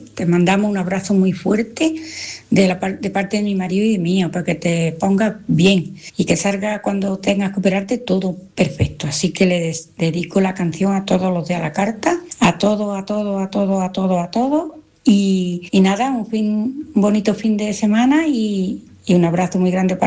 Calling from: Jaén, Andalusia, Spain; Hola Manolo

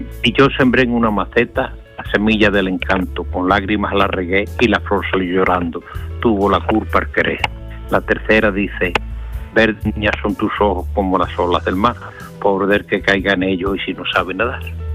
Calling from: Arroyomolinos de León, Andalusia, Spain; de Arroyomolinos de León, Huelva.

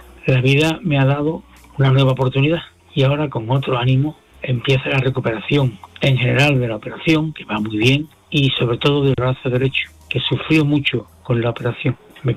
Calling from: Seville, Andalusia, Spain; de Sevilla

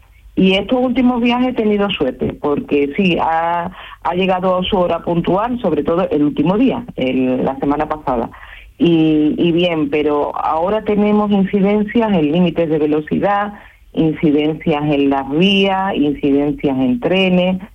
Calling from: Seville, Andalusia, Spain; hoy sí me pillas en Sevilla. Hoy estoy en casa y trabajando ya

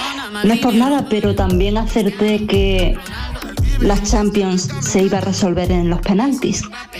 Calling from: Granada, Andalusia, Spain; de Granada.

